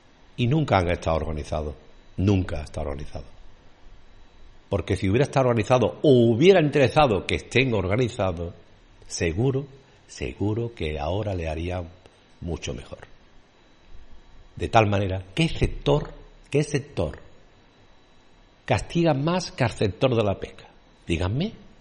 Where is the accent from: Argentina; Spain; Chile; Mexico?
Spain; Sanlúcar de Barrameda, Andalusia; Soy hijo de marinero, me crié en Bajo de Guía